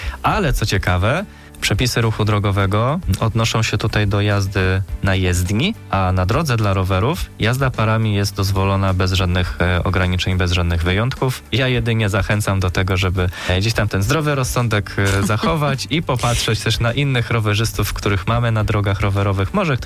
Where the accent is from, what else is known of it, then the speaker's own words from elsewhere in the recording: Gdańsk, Pomeranian Voivodeship, Poland; u nas w Gdańsku